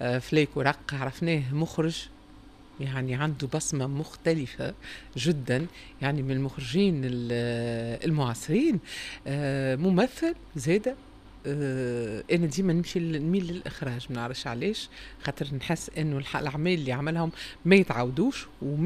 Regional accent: Tunisia; أهلا وسهلا بكل مستمعينا من مكان داخل تونس أو خارج حدود وطننا العزيز.

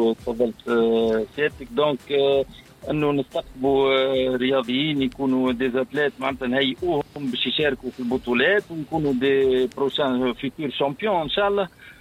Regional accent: Monastir, Monastir Governorate, Tunisia; لرد الجميل لمدينتي ولتونس اللي قريت فيها ونحبها وعزيزة علينا

